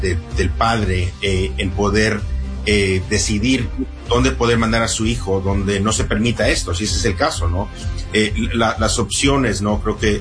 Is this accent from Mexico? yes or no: yes; Mexico; now in United States; Yo soy de México y sé que cuando era niño, pues era algo cotidiano, algo que no era algo fuera de común, pero pensé que aquí en Estados Unidos era diferente